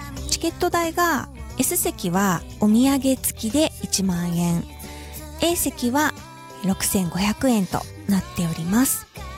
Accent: Odawara, Kanagawa, Japan; 私の地元の神奈川県小田原市にある三の丸ホールというところですね。

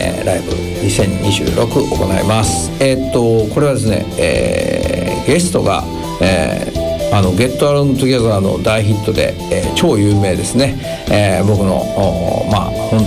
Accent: Kansai, Japan; accent: Kansai; この関西弁で喋ってたらあれなんですけど、横浜縁がありましてですね

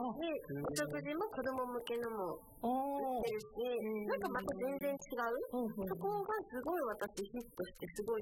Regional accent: Shinjuku, Tokyo, Japan; 24時間眠らない街、新宿で生まれ育ったけど

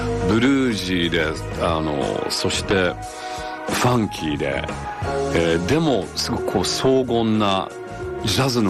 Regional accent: Shibuya, Tokyo, Japan; 僕は小さい頃、原宿や渋谷がホームグラウンドだったんです。渋谷で育ったんで、原宿と渋谷が本当にホームグラウンドだったんですけれども

